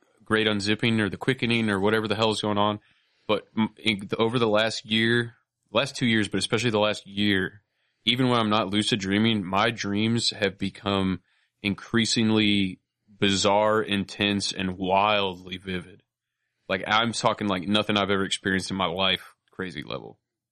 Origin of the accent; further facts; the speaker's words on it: Minnesota, United States; I'm from Minnesota, and I love the mask.